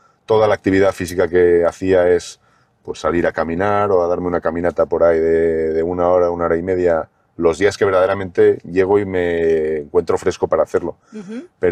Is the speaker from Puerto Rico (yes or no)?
no; Mexico; now in León, Spain; Cuando nos vinimos de México, ¿sí? Mi primera casa fue ahí.